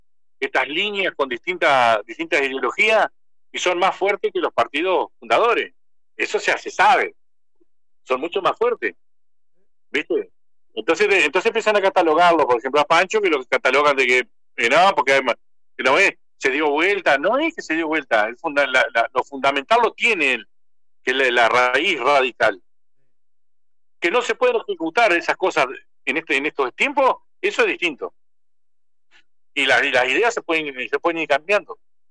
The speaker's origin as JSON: {"language": "Spanish", "town": "Diamante", "region": "Entre Ríos", "country": "Argentina", "said": "nosotros acá en Diamante"}